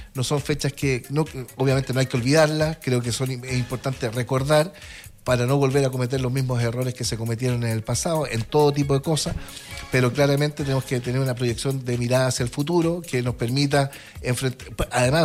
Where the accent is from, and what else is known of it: Chile